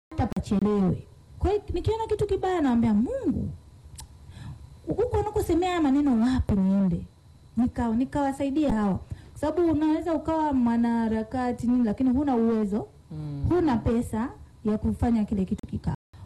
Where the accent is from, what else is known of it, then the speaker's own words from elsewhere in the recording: Mbinga, Ruvuma, Tanzania; also born or lived in Tunduru; ametokea Mbinga, mkoa wa Ruvuma. Lakini nimetokea Mbinga, nimeolewa Tunduru. Ila ndani ya mkoa mmoja.